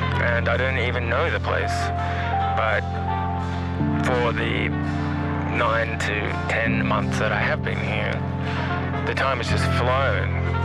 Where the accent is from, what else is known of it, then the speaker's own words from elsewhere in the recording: Newcastle, New South Wales, Australia; also born or lived in Melbourne; now in Alice Springs, Australia; I'm from Newcastle, New South Wales, originally. And I did a big stint in Melbourne for 8 years, and now I'm here.